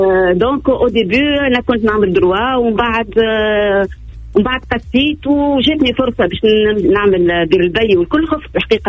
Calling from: Radès, Ben Arous, Tunisia; أنا من تونس من الرادس وكنت نقرأ في دير البي إيكول وقتها

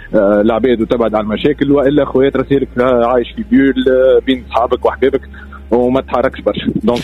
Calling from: Tunisia

